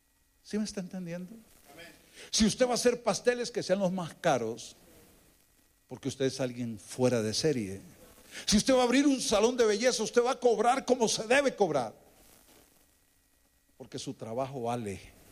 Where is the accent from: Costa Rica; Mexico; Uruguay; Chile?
Costa Rica; yo nací en una familia de la más acomodada en Costa Rica.